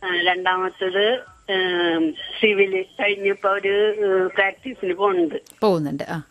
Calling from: Puthenvelikkara, Kerala, India; ഇത് ഞാൻ പുത്തൻവേലിക്കരയിൽ നിന്ന്

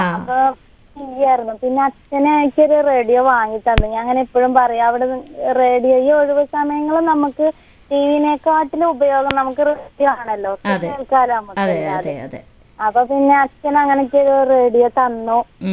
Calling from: Vandoor, Kerala, India; ആ ഇത് വണ്ടൂര് നടുവത്ത്, മലപ്പുറം ജില്ലയില്.

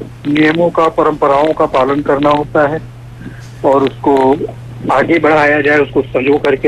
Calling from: Ayodhya district, Uttar Pradesh, India; मैं अयोध्या जिले से हूँ।

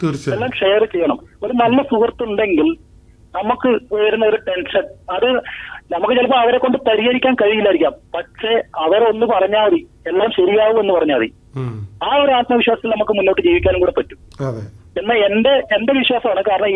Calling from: Kasaragod, Kerala, India; ഞാൻ കാസർഗോഡ് നിന്നാണ് വിളിക്കുന്നത്.

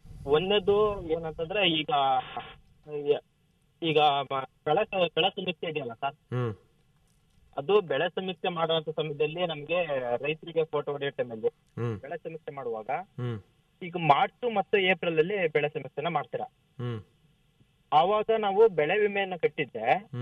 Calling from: Karnataka, India; ಚಂದ್ರಪಟ್ಟಣದ ಹತ್ರ ಕಾಶಿನಹಳ್ಳಿ ಸರ್.

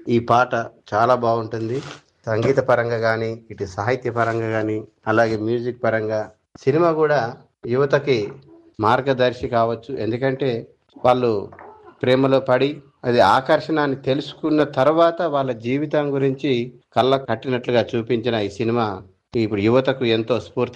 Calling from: Rampuram, Telangana, India; మాది భద్రాద్రి కొత్తగూడెం జిల్లా రాంపురం గ్రామం.

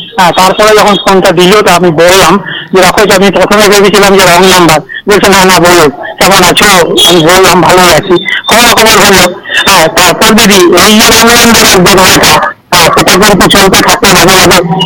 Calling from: Dubrajpur, West Bengal, India; আমি পশ্চিমবঙ্গের বীরভূম জেলার দুবরাজপুর থেকে

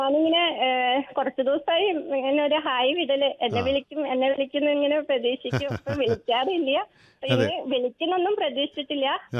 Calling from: Valayam, Kerala, India; സ്ഥലം വടകര വളയെന്ന് പറഞ്ഞ സ്ഥലത്ത്.

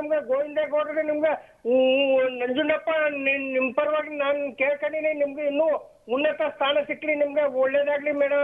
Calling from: Nanjangud, Karnataka, India; ನಂಜನಗೂಡಿಂದ, Neelakantha Nagar sir

